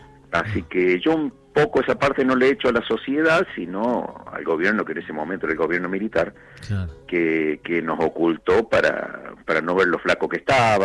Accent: Villa Mercedes, San Luis, Argentina; yo soy Villa Mercedino, sanluiseño.

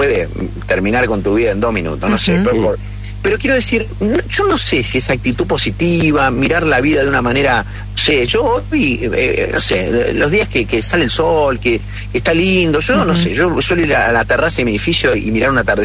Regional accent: Rafaela, Santa Fe, Argentina; also born or lived in Córdoba; Claro. No nací en Rafaela.

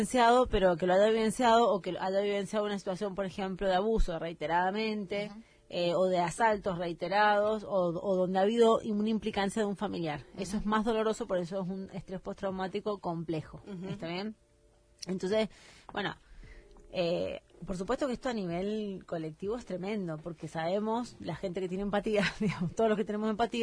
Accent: Mendoza, Argentina; born there; moved away; Pero me recuerdo cuando vivía en Mendoza

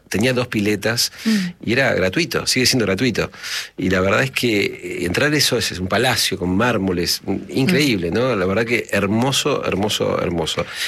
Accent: Buenos Aires, Argentina

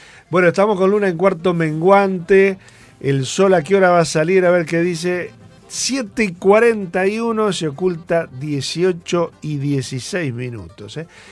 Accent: Sauce Pinto, Entre Ríos, Argentina; moved away; El fin de semana anduve por mi pueblo, por Sauce Pinto, fue la fiesta patronal

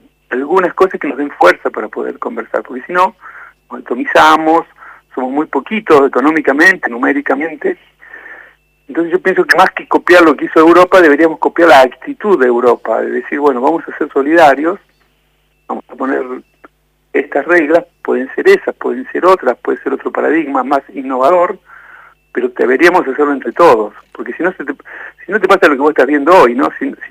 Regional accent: Argentina; nosotros, como Argentina sola, no tenemos capacidad de negociación.

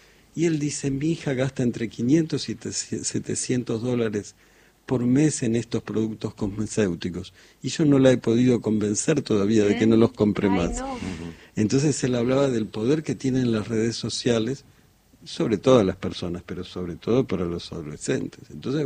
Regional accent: Argentina; yo soy re argentino

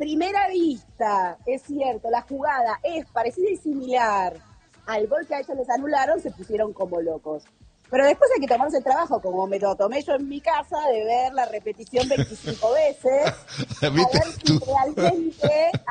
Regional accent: Argentina; Soy una argentina que está festejando que ganó un partido.

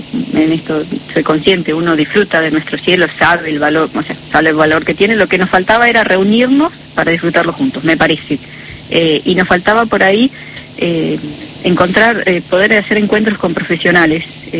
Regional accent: La Pampa, Argentina; somos de localidades de La Pampa, donde todos nos conocemos hace muchos años

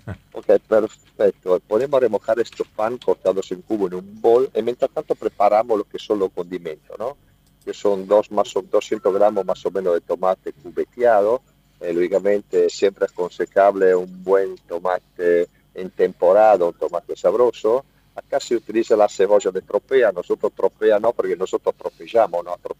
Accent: Cremona, Lombardy, Italy; Spanish is a second language; me voy a Bari, me voy a visitar un poco la Puglia antes de ir a mi pueblo, a Cremona, justamente.

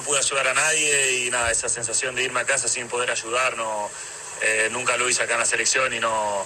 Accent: Argentina; queremos que ser representados como lo que somos, como todo argentino

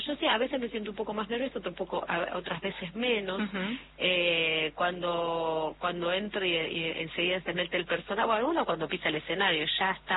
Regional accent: Buenos Aires, Argentina; Yo soy de Barracas.

